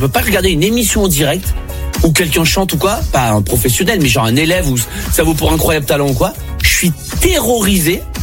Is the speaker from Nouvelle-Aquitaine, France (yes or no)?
no; Provence-Alpes-Côte d'Azur, France; Moi, je suis des Hautes-Alpes. Le passage de la caravane du Tour, c'était un truc qui nous marquait tous les ans. Parce qu'il passe tous les ans dans les Hautes-Alpes, puisqu'il prend ou un col ou l'autre des Hautes-Alpes.